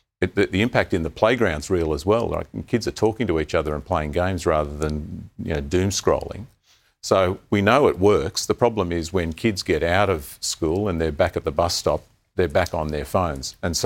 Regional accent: Cabramatta, New South Wales, Australia; I'm a kid from Cabramatta who is the first person in my family to finish year 10

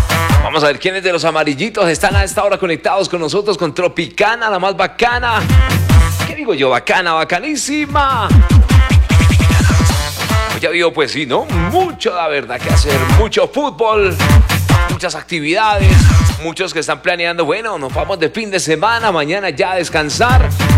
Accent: Colombia; Es un derecho de usted, mío, de todos como colombiano.

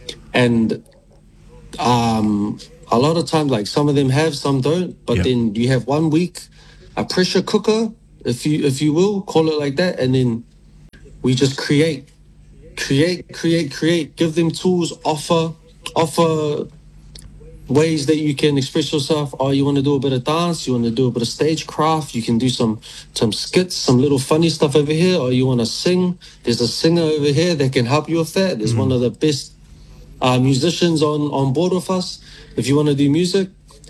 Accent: Grey Lynn, Auckland, New Zealand; So, born and raised in Grey Lynn. In my Niuean household, with my nana, my pop, my uncle, my other uncle, my mom, my dad, my cousin, my other cousin, the dog

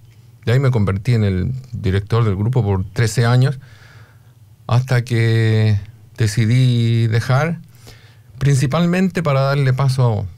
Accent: Rancagua, O'Higgins, Chile; moved away as an adult; also born or lived in Santiago, Chile; now in Australia; Bueno, chileno, obviamente. Nací en Santiago, pero me crié en la ciudad de Rancagua, de ahí donde pasé toda mi vida prácticamente, hasta que nos vinimos a Australia

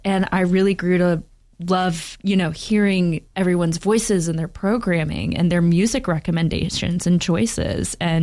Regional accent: Knoxville, Tennessee, United States; I'm from Knoxville

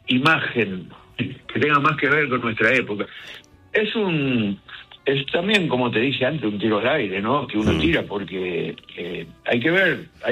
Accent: Cañada de Gómez, Santa Fe, Argentina; Termino la gira yendo a mi pueblo, a Cañada de Gómez, provincia de Santa Fe.

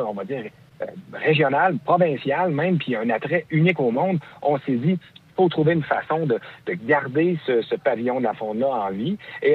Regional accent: Victoriaville, Quebec, Canada; moved away as an adult; also born or lived in Montreal; now in Saint-Adrien-de-Ham, Canada; Moi, en fait, je suis originaire de Victoriaville où j'ai grandi.

